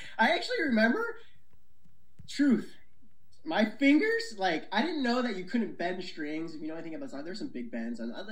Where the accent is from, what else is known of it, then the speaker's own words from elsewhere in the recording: Exeter, Pennsylvania, United States; So, I grew up in Exeter, Pennsylvania, a small coal miner town.